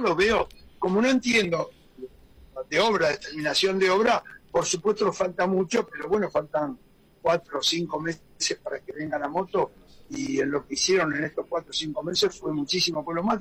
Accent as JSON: {"language": "Spanish", "region": "Buenos Aires", "country": "Argentina", "tie": "born or raised there", "said": "son años desde niño que estoy acá, siendo un porteño, uno de los pocos porteños que en esa época corría"}